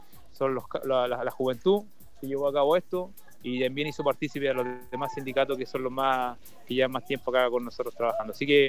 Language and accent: Spanish; Coronel, Biobío, Chile; Se ha hecho un catastro con la gente que residimos acá, que vivimos, que somos nacidos, criados en Coronel, que trabajábamos 3 días a la semana